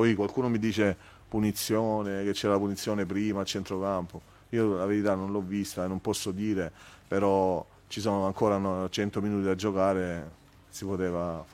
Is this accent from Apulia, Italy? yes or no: yes; Lecce, Apulia, Italy; Io sono di Lecce